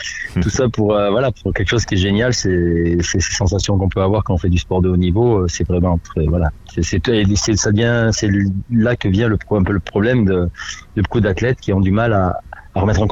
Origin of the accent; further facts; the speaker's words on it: Provence-Alpes-Côte d'Azur, France; born there; en 1968, je suis né dans le Champsaur, dans les Hautes-Alpes.